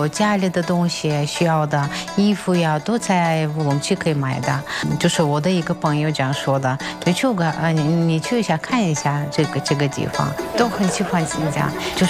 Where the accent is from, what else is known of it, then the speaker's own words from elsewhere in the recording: Novosibirsk, Novosibirsk Oblast, Russia; Chinese is a second language; moved away as an adult; now in Karamay, China; 在这边工作了已经六年了。那我是俄罗斯人，我来自新西伯利亚。